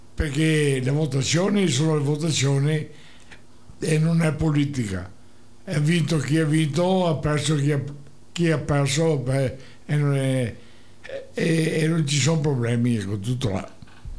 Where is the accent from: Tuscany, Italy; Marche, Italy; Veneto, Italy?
Veneto, Italy; io che sono veneto